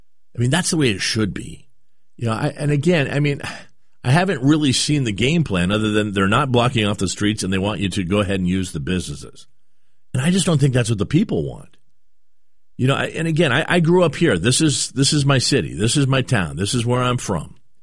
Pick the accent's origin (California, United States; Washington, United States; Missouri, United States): Washington, United States; Bellingham; I grew up on the South Side.